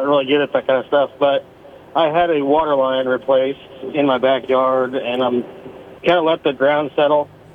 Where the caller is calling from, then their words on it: Marysville, United States; calling from Marysville.